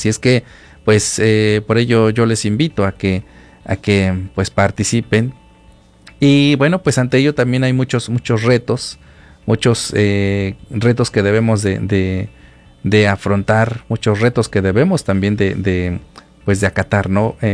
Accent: Mexico; como los mexicanos lo decimos coloquialmente

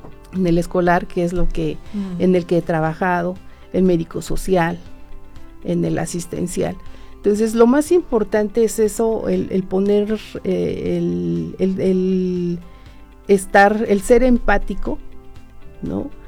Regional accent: Mineral del Monte, Hidalgo, Mexico; now in Pachuca, Mexico; yo llegué aquí a Pachuca muy jovencita, pues prácticamente de provincia, yo soy de Mineral del Monte, pues algo muy diferente a vivir aquí a Pachuca

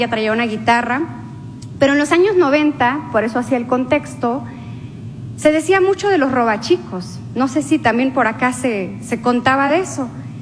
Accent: San Quintín Valley, Baja California, Mexico; also born or lived in Mixteca, Oaxaca; Yo nací en la Mixteca de Oaxaca, pero me tocó crecer en el Valle de San Quintín, que hoy día sigue siendo un valle mayoritariamente agrícola, donde hay muchas familias jornaleras de Oaxaca, de Guerrero, de Puebla, de Michoacán.

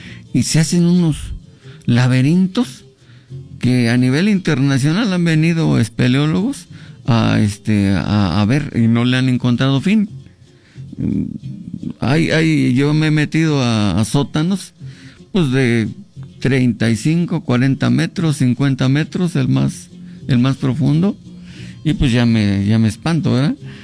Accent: Zimapán, Hidalgo, Mexico; moved away; Y nosotros vivimos en esta zona. Yo cuando pues era niño, siempre renegaba de ¿por qué habré nacido en este lugar tan horrible? Que no, es que está feo. Está lleno de piedras y de polvo y de tierra y de nopales. Pero no conocía yo mi municipio

